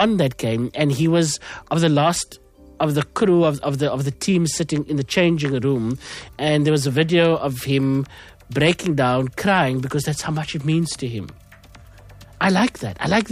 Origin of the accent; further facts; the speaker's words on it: South Africa; There's this thing about just being South African that makes me feel I live in the best country in the world.